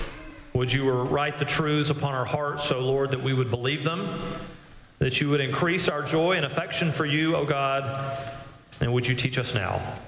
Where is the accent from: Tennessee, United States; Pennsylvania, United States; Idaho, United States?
Tennessee, United States; Nashville; I think about our wedding at the church I grew up in Nashville.